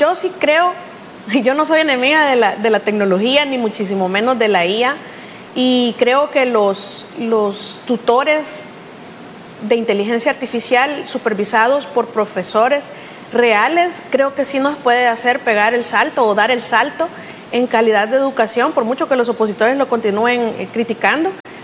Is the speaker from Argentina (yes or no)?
no; El Salvador; lo que esperamos como salvadoreños es no retroceder.